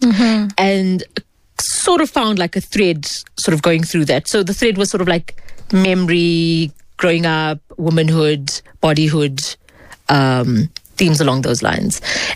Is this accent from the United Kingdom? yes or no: no; South Africa; born or raised there